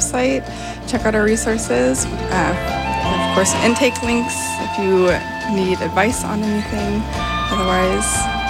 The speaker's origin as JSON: {"language": "English", "country": "United States", "tie": "born there", "also_born_or_lived": "Roswell, New Mexico / Texas / Oklahoma", "moved": "yes", "lives_now": "Washington State, United States", "said": "I grew up in Texas and Oklahoma, born in Roswell, New Mexico, so real familiar with Desert Tribes as a Navajo person as well."}